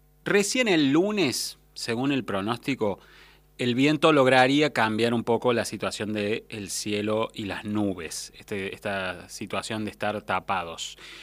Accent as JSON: {"language": "Spanish", "region": "Córdoba", "country": "Argentina", "said": "los fanáticos que somos en general los argentinos, pero particularmente los cordobeses"}